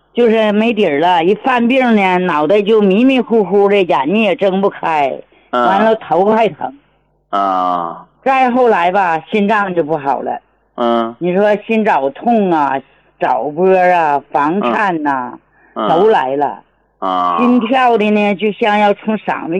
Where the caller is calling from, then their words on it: Jilin, China; 我家是吉林的